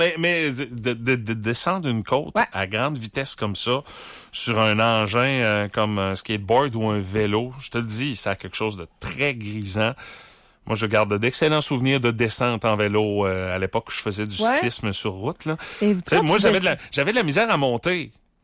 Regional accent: Quebec, Canada; un record de vitesse qui a été établi chez nous au Québec.

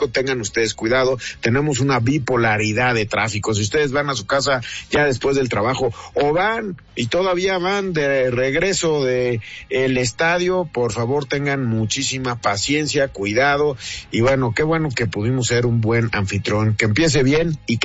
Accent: Mexico; me di cuenta que no solamente hay que unirnos como mexicanos

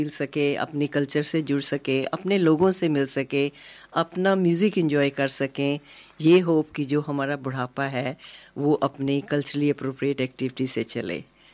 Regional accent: Chandigarh, India; moved away as an adult; now in Sydney, Australia; मैं चंडीगढ़ से आई थी तो हमारे पास तो मास्टर्स ऑनर्स में है

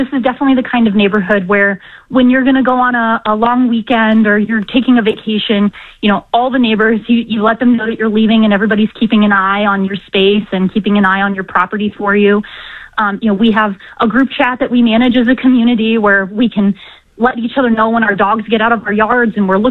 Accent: Columbus, Ohio, United States; also born or lived in Baltimore / San Francisco / Cincinnati / Chicago; now in Detroit, United States; I've lived in Baltimore and San Francisco. I grew up in Columbus, Ohio. I moved here from Cincinnati. I've lived in Chicago.

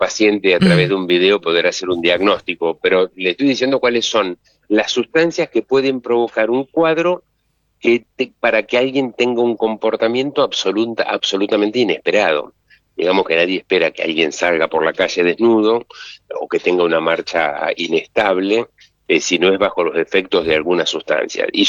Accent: Argentina

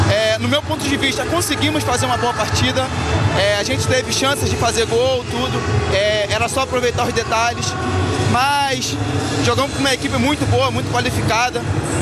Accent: Brazil; moved away; Eu vim do Brasil, joguei no Vasco, lá tem bastante confrontos com essa atmosfera, lá é muito bom também.

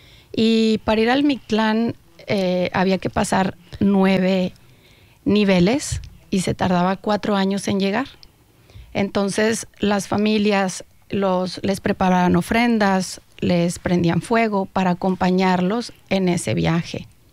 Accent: Monterrey, Nuevo León, Mexico; yo soy originaria de Monterrey. Monterrey, Nuevo León, está al norte de México. Y yo no crecí con esta tradición del Día de los Muertos porque en esta ciudad de Monterrey hay una influencia americana muy fuerte.

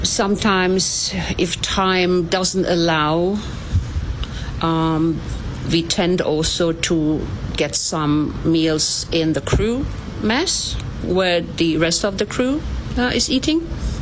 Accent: Germany; I am originally from Germany. Actually, from father's side, I'm Hungarian, so I'm kind of a kid of the Danube.

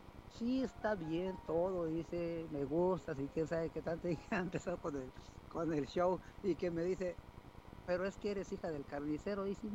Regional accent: Michoacán, Mexico; born there; moved away; nosotros somos de Purechucho y los de la gran ciudad ahí de Huetamo están a 5 kilómetros

